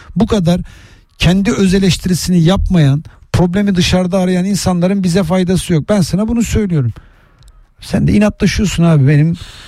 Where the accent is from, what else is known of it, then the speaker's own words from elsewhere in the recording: Kavak, Samsun, Turkey; Kavak'ta bir şey var. Orada oturuyorum. Doğma büyüme oralıyım.